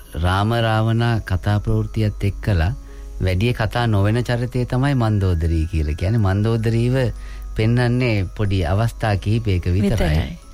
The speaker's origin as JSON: {"language": "Sinhala", "town": "Ratmalgoda", "region": "Western Province", "country": "Sri Lanka", "tie": "born or raised there", "said": "ඔව්, මම මුලින්ම පාසල් ගියේ අපේ ගම රත්මල්ගොඩ තිබුණු මාපුටුකල මහාවිද්‍යාලයට."}